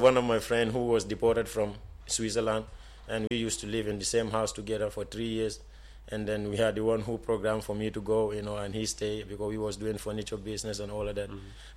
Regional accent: Gambia; moved away as an adult; also born or lived in United States / Chicago; now in Germany; I came from America, I'm a Gambian.

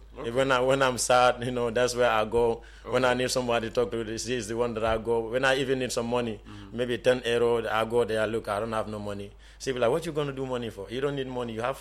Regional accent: Gambia; moved away as an adult; also born or lived in United States / Chicago; now in Germany; I came from America, I'm a Gambian.

